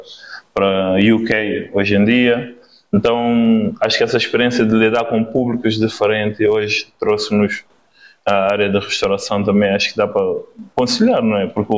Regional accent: Cape Verde; moved away as an adult; now in Portugal; nós viemos na China, Ilha do Fogo.

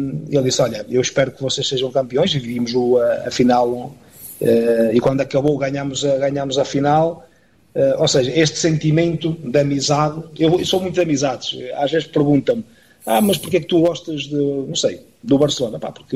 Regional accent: Viseu, Centro, Portugal; moved away; A gente está beirão, somos de vizienses, e isso não é só levar o nome de Portugal, é o nome da nossa terra, da nossa gente, que de Viseu, da Beira Alta.

